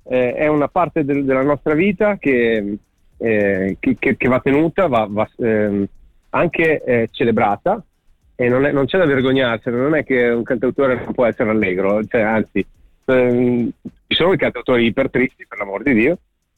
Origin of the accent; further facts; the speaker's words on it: Sassuolo, Emilia-Romagna, Italy; Io sono di Sassuolo